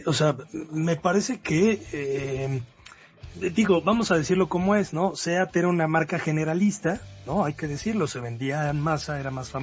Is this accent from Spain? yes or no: no; Mexico City, Mexico; yo que crecí, claro, en Cuapa y que viví en Cuapa